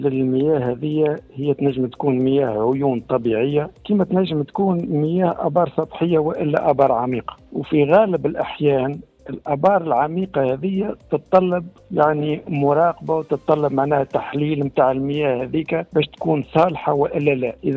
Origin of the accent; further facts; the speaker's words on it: Kalâa Kebira, Sousse Governorate, Tunisia; في مدينتي يعني في القلعة الكبيرة